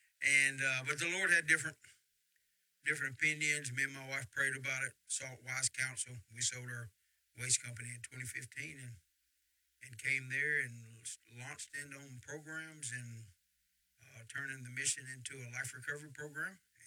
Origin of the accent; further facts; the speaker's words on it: Shreveport, Louisiana, United States; You know, I grew up in Sunset Acres.